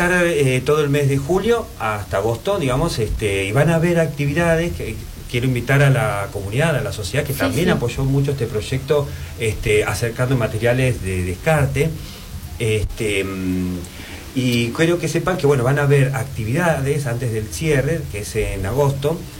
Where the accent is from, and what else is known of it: Patagonia, Argentina